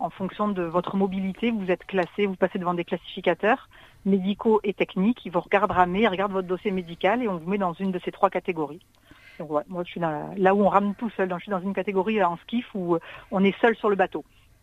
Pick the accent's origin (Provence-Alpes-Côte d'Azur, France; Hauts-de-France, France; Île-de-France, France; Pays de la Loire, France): Provence-Alpes-Côte d'Azur, France; also born or lived in Marseille; Oui, enfin, moi je suis née au Peigne-Mirabeau, mais après j'ai fait mes études à Marseille, à Lumigny, en STAPS.